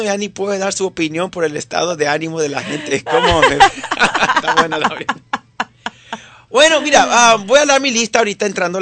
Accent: Venezuela; now in United States; yo como venezolano

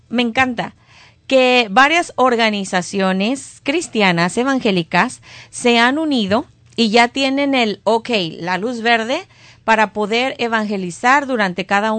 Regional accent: Mexico; Recordemos que somos bastantes mexicanos.

